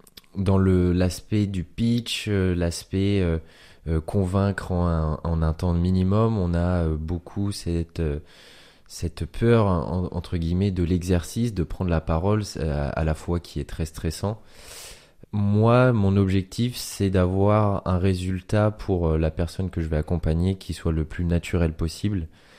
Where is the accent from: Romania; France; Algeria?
France; Caen, Normandy; born there; j'ai 27 ans et je suis originaire de Caen.